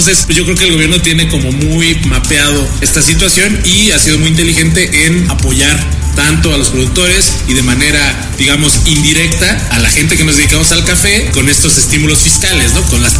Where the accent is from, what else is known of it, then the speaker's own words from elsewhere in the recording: State of Mexico, Mexico; maestro tostador de la casa productora Simut Café y soy orgullosamente mexiquense.